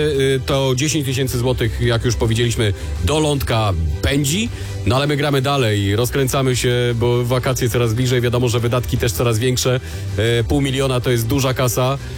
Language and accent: Polish; Lower Silesian Voivodeship, Poland; doskonale jestem z Dolnego Śląska.